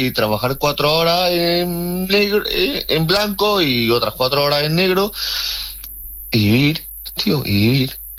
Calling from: Spain

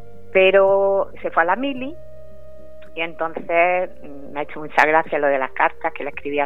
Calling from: Murcia, Region of Murcia, Spain; de Murcia.

